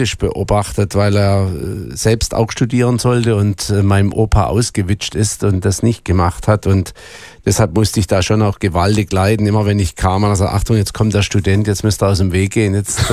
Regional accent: Freiburg im Breisgau, Baden-Württemberg, Germany; Ich bin Südpartner und in der Nähe der Schweiz eigentlich geboren und aufgewachsen, in Freiburg, im Breisgau geboren. Und meine Wurzeln sind auch ein bisschen in der Schweiz. Ich habe Verwandtschaft im Aargau.

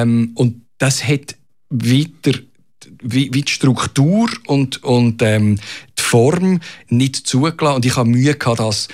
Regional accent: Switzerland

